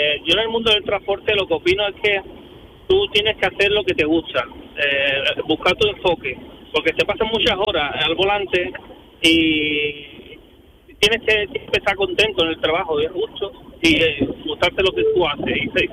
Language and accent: Spanish; Jerez de la Frontera, Andalusia, Spain; 11 años en Canarias. De Jerez de la Frontera.